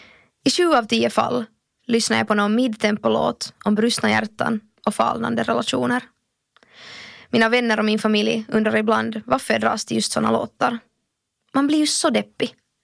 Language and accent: Swedish; Finland; born there; Medveten om mitt privilegium och slumpen som gjorde att jag föddes just här i Finland, just i min familj.